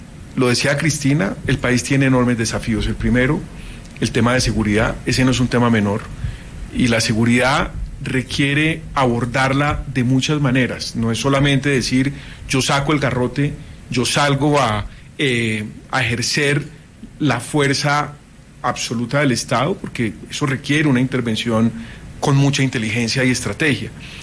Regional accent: Colombia; eso genera una felicidad como ciudadano, como colombiano

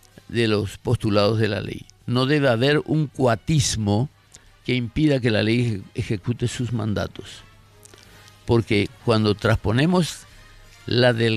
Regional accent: Paraguay; nuestro origen como paraguayos

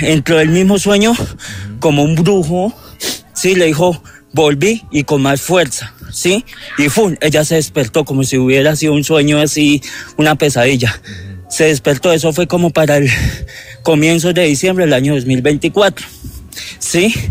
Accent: Espinal, Tolima, Colombia; por lo general yo me crié en el Espinal Tolima, ¿sí?

